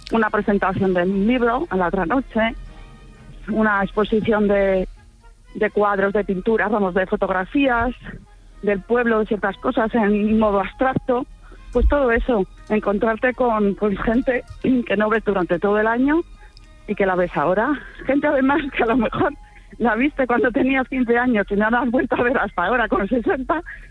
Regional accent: Castilla-La Mancha, Spain; Mi pueblo es un pueblo de La Mancha

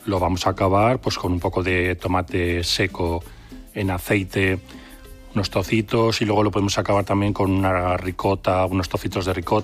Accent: Calatorao, Aragon, Spain; born there; en mi pueblo, que es donde tengo el estudio, en Calatorao.

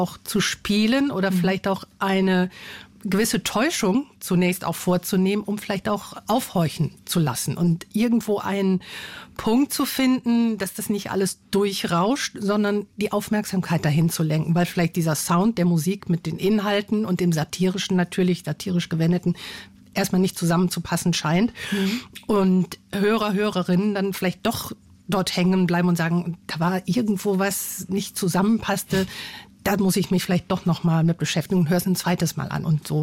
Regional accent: West Germany, Germany; ich komme aus dem Westen

